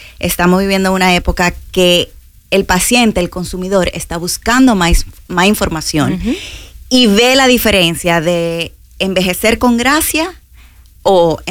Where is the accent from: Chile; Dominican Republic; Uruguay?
Dominican Republic; moved away as an adult; now in Tampa, United States; Soy dominicana, tengo año y medio aquí en Tampa.